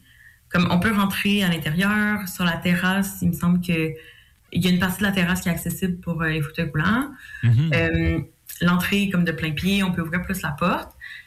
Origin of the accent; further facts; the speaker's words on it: Quebec City, Quebec, Canada; moi je suis de Québec